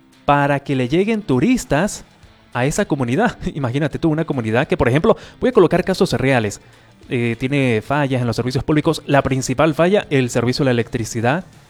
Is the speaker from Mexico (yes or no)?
no; Venezuela